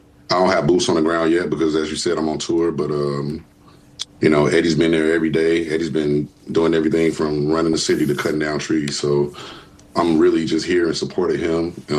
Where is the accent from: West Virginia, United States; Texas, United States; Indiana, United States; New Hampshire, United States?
Indiana, United States; Gary; I grew up in Gary. Definitely a majority black city.